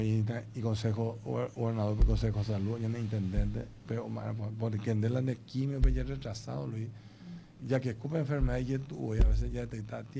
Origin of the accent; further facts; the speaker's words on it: Caazapá, Paraguay; reunirnos como cazapeños